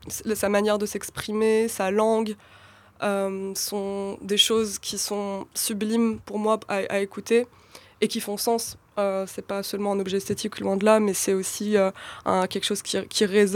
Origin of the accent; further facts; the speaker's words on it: Algeria; je suis née en Algérie, j'ai été élevée par des femmes algériennes, donc de fait, la culture a été transmise.